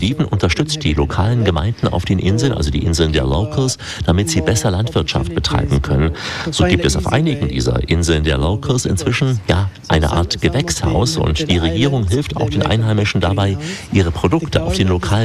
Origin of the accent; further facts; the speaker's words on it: East India, India; German is a second language; Ich esse am liebsten Fisch, gebraten, denn ich stamme ja aus dem Osten Indiens und da haben wir auch viel